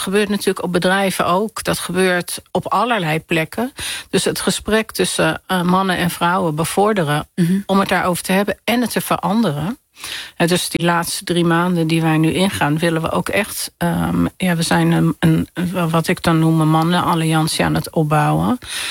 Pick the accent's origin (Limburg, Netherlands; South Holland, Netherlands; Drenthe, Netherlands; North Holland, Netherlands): North Holland, Netherlands; Amsterdam; Nee, ik ben in Amsterdam opgegroeid. Heel veel uitgegaan. We zijn opgegroeid in Amsterdam-West.